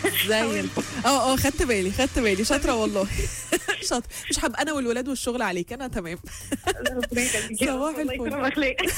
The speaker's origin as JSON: {"language": "Arabic", "country": "Egypt", "said": "احنا كمصريين"}